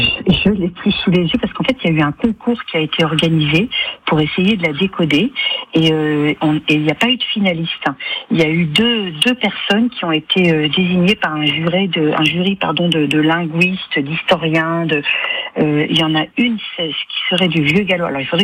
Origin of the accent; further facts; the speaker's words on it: Brittany, France; also born or lived in Vannes / Rennes; moi je suis bretonne du Finistère, mais j'ai pas mal, avec des différentes affectations de mon père, j'ai pas mal été postée dans d'autres coins de Bretagne, Vannes, Rennes, où j'ai été aussi une partie de... Enfin, j'ai fait des études à Rennes.